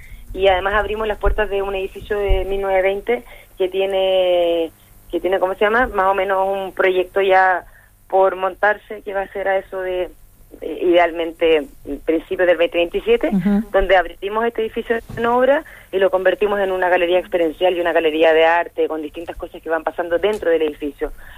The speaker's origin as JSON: {"language": "Spanish", "town": "Concepción", "region": "Biobío", "country": "Chile", "moved": "yes", "lives_now": "Santiago, Chile", "said": "yo soy penquista"}